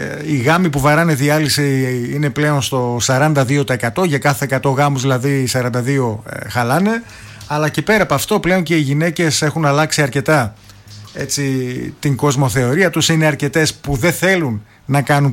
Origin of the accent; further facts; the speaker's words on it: Greece; κάποιες από τις νοοτροπίες, τις κακές που μπορεί να έχουμε σήμερα ως Έλληνες